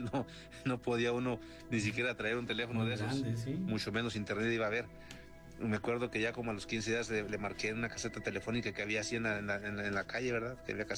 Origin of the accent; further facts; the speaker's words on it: Zamora, Michoacán, Mexico; moved away as an adult; also born or lived in Estación Coahuila, Baja California; yo soy de Zamora, Michoacán, iba para Estados Unidos y no pude pasar